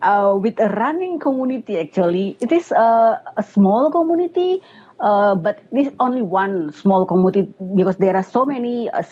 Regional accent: Indonesia; I'm from Indonesia

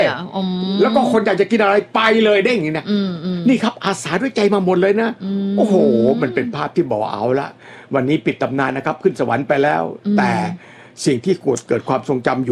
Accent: Isan, Thailand; ผมเป็นคนอีสานนะครับ

